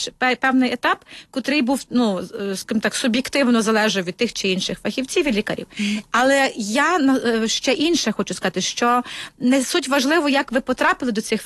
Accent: Kyiv, Ukraine; як кияни виділяємо кошти

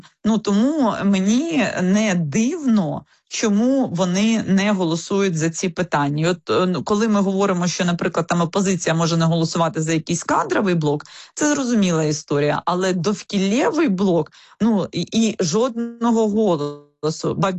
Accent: Kyiv Oblast, Ukraine; я сама з Київщини

